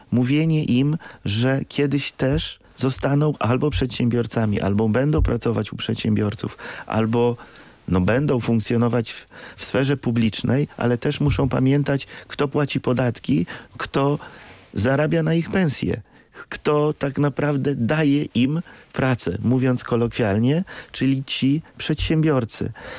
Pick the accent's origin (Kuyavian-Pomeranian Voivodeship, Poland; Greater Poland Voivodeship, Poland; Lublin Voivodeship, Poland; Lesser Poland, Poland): Lublin Voivodeship, Poland; Lublin; Jestem z Lublina